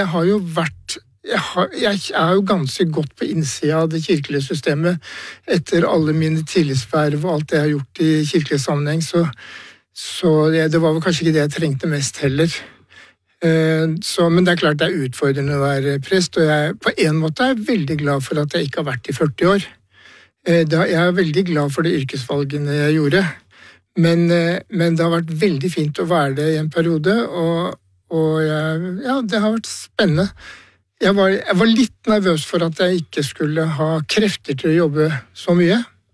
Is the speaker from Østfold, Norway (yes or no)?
no; Lofoten, Nordland, Norway; moved away as an adult; jeg vokste opp i Lofoten